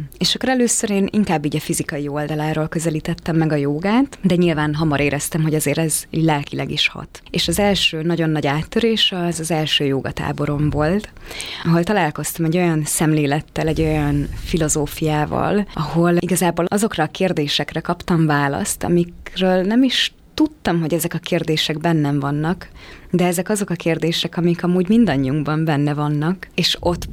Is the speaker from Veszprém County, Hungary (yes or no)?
yes; Ajka, Veszprém County, Hungary; moved away as an adult; now in Budapest, Hungary; én 18 évesen költöztem fel Budapestre. Kerestem magamat. Vidéken éltem egyébként, Ajkán egy kisvárosban, ahol nem volt túl sok opció